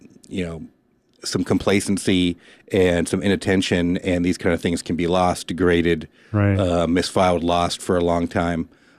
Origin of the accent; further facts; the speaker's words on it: Alaska, United States; I'm originally from South Central Alaska.